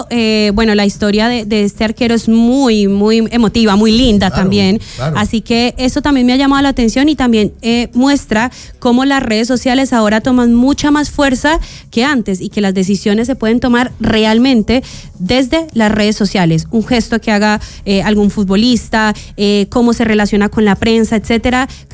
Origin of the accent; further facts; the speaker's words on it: Colombia; demostrar lo que somos capaces los colombianos